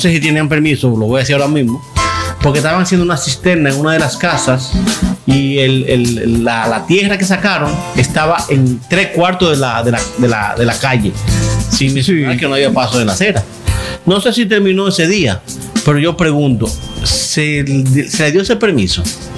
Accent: Dominican Republic; o en el ADN de nosotros como dominicanos.

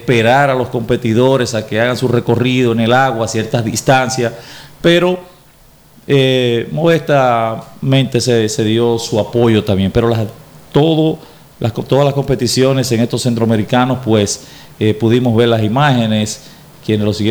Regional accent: Peravia, Dominican Republic; En el caso de nosotros, de la provincia de Peravia

